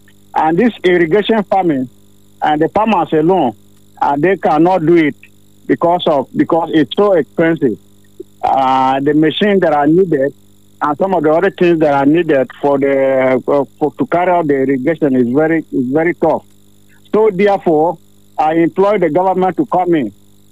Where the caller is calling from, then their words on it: Makurdi, Benue, Nigeria; I'm calling here in Agbo, Makurdi, Benue State.